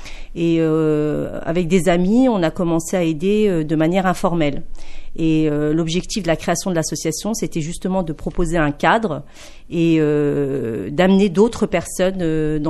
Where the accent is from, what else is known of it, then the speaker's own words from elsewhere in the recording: Longwy, Grand Est, France; je suis originaire de Gourincourt